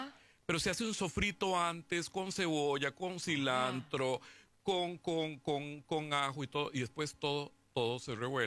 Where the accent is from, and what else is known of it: Costa Rica; also born or lived in New York; now in Buenos Aires, Argentina